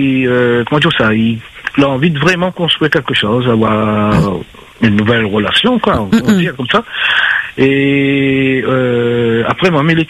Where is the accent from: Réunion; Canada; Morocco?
Réunion; Nord-Est; Après, comme je suis du Nord-Est, préférence aussi une dame de, on va dire, Saint-Usanne à la possession.